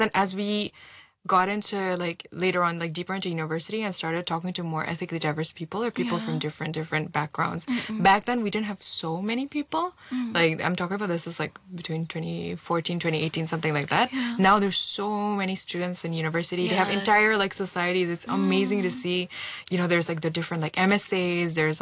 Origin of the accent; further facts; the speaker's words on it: Hong Kong; growing up in Hong Kong